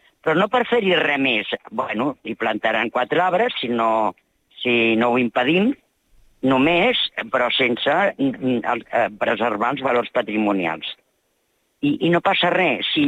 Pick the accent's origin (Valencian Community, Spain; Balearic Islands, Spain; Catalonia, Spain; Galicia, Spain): Catalonia, Spain; tots els que som del Baix Llobregat